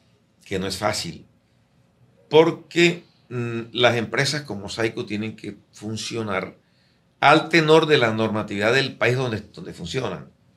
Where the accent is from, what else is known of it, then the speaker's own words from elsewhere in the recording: Colombia; Somos unos colombianos que lo que hacemos es esto.